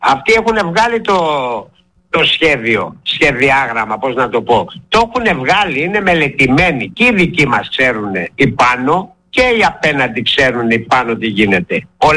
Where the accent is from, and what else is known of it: Ermoupoli, South Aegean, Greece